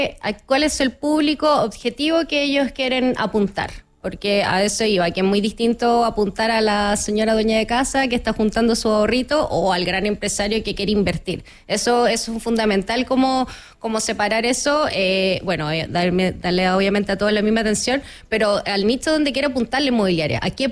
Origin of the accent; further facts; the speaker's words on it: La Serena, Coquimbo, Chile; now in Santiago, Chile; yo por ejemplo soy de La Serena